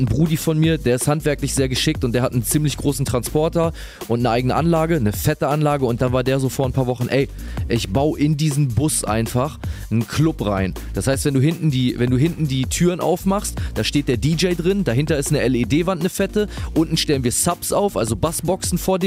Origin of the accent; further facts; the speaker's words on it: Celle, Lower Saxony, Germany; Am Freitag sind wir dann nach Celle gefahren, haben das da gemacht, das ist meine alte Heimat, da komme ich her, also das sind meine ganzen OGs von früher.